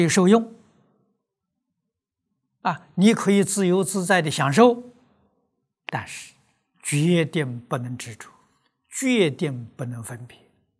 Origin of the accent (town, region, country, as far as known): China